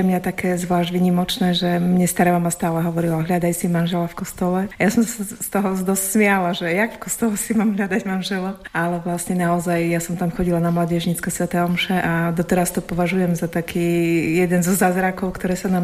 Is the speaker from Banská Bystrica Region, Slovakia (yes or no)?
yes; Banská Bystrica, Banská Bystrica Region, Slovakia; moved away; ja som z Banskej Bystrice, manžel je z Prešova.